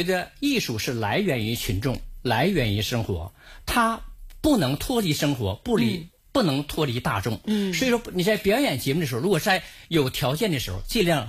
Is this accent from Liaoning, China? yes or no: yes; Anshan, Liaoning, China; born there; 我是辽宁省鞍山市的一名警察，对不对？我出生在我们鞍山市铁东区长店铺。我为啥强调这一点？实实在在我是辽宁人，我更是东北人，我更是中国人。